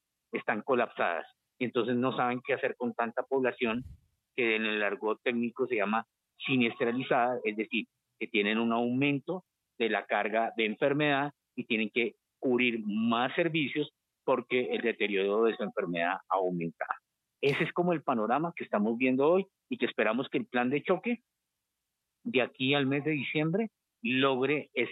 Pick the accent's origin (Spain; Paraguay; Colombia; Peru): Colombia; a nosotros como colombianos y como usuarios no nos debería preocupar.